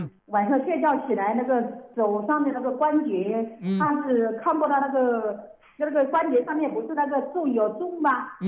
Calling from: Ezhou, Hubei, China; 我是鄂州的。

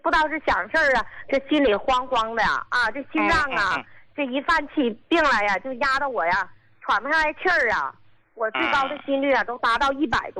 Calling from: Qinhuangdao, Hebei, China; 我是秦皇岛的，

